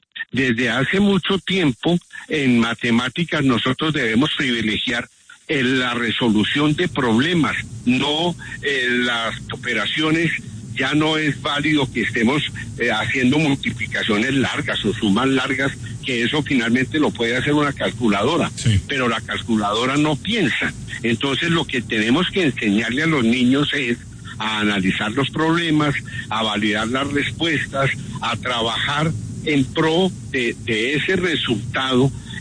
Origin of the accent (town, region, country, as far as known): Colombia